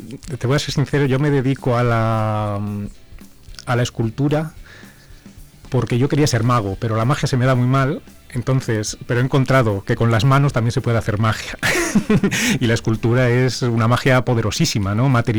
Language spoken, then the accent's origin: Spanish; Zamora, Castile and León, Spain; siendo oriundo de aquí de Zamora ciudad, entrarle a una cosa de los pueblos, no siendo yo del pueblo